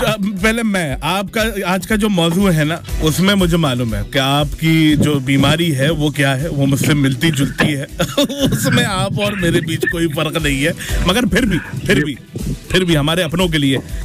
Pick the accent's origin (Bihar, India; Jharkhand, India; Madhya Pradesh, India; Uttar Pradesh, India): Uttar Pradesh, India; Aligarh; वैसे तो अलीगढ़ से हूँ और अलीगढ़ से खूनी रिश्ता है ऐसा कह सकते हैं आप